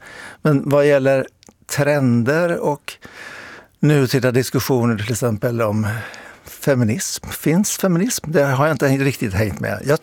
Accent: Linköping, Östergötland, Sweden; jag kommer ju från Linköping och där så jag uppfostrades på Östgöta teatern.

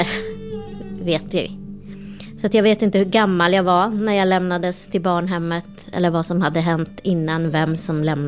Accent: Sweden; also born or lived in India; Ja, jag svarade att jag var adopterad från Indien. Sen fick jag många frågor om jag trivdes. Hur det var här i Sverige.

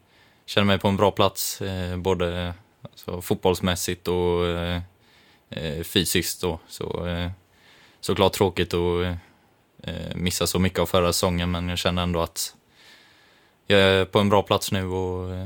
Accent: Vaggeryd, Jönköping County, Sweden; now in Kalmar, Sweden; Jag var hemma i Vaggeryd hemma hos familjen

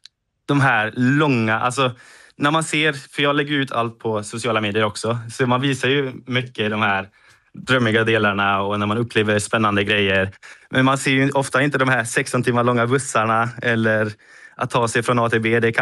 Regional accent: Sweden; hemma i Sverige.

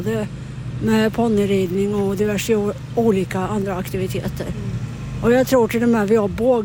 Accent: Gothenburg, Västra Götaland County, Sweden; moved away; Jag kom ju från Göteborg från början, men jag har inte orkat flytta tillbaka dit heller.

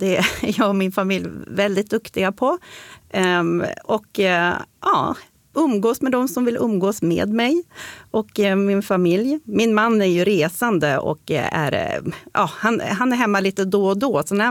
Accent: Sweden; moved away as an adult; also born or lived in Stockholm / Kalmar; Då tänkte vi att det kanske var ganska fiffigt att flytta hemåt igen. Min man är ju också född och uppvuxen här.

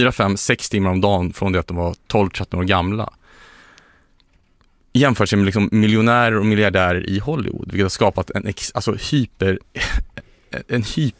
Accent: Stockholm, Stockholm County, Sweden; som svensk och som stockholmare

